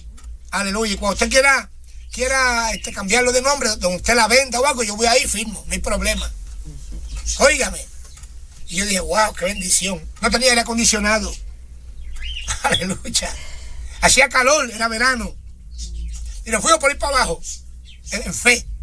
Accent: Puerto Rico; moved away; Yo no tenía seguro aquí, yo soy de Puerto Rico, vivía allá.

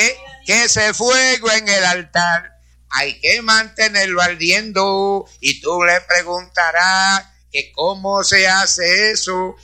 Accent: Puerto Rico; born there; moved away

